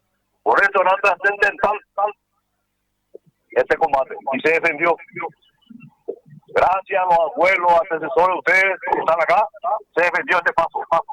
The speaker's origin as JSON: {"language": "Spanish", "country": "Paraguay"}